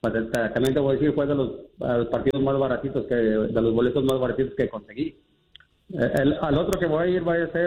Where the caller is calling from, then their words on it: San Jose, California, United States; Bueno, vivo en San José.